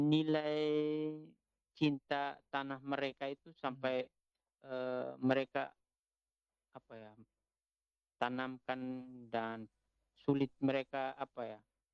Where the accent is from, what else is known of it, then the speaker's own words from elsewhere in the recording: East Nusa Tenggara, Indonesia; Ya, ada satu istilah kami orang Atoni itu bahwa obat musuhnya itu dia anti perempuan. Kebanyakan leu orang Atoni itu dia anti perempuan.